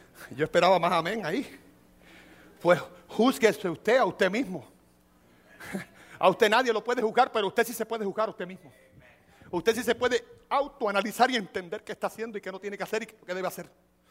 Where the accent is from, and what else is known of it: Cuba; moved away